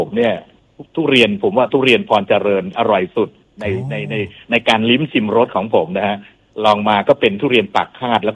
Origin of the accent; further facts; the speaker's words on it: Chanthaburi, Thailand; ซึ่งผมมาจากจันทบุรีนะครับชื่อเสียงของจันทบุรีเนี่ยผมเป็นคนเมืองจัน